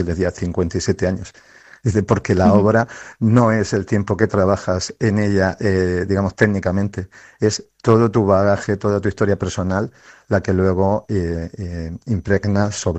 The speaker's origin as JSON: {"language": "Spanish", "town": "Torrevieja", "region": "Valencian Community", "country": "Spain", "tie": "born there", "said": "o sea, yo soy nacido en Torrevieja"}